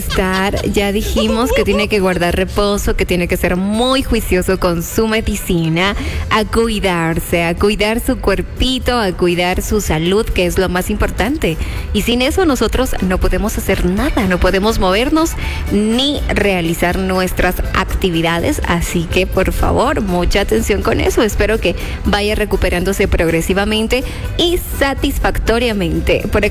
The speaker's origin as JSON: {"language": "Spanish", "country": "Ecuador", "said": "nosotros acá como ecuatorianos"}